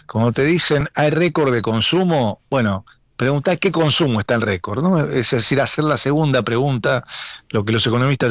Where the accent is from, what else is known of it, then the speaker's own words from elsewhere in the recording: Argentina; Ahora, mirándolo para adentro, como argentino y desde la Argentina